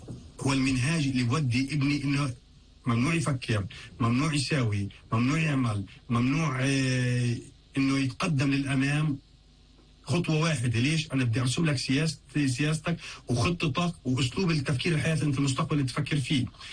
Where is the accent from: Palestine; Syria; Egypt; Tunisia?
Palestine; Jerusalem; إحنا كعائلات فلسطينية مقدسية، وإحنا كآباء مقدسين، إحنا كأولياء أمور مقدسين، إحنا كمدراء مقدسين وأساس مقدسين